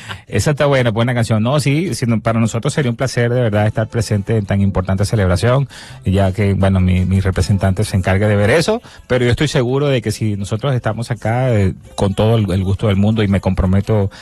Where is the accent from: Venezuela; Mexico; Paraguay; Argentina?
Venezuela; cantante venezolano